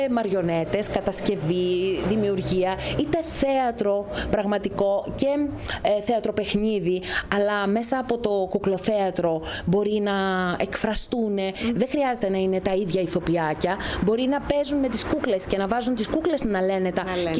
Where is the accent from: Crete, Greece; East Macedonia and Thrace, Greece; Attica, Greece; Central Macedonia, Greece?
East Macedonia and Thrace, Greece; Kallirachi; πιστεύω ότι θα μπορούσα να δώσω και ένα μικρό λιθαράκι πολιτισμού το χωριό μου, στην πατρίδα μου. Έχει τόσα παιδιά εδώ, έχει 55 στο δημοτικό και άλλα δεν ξέρω πόσα στο επαγγελματικό λύκειο που είναι παράρτημα της Χρυσούπολης, που έχουμε εδώ στην Καλλιράχη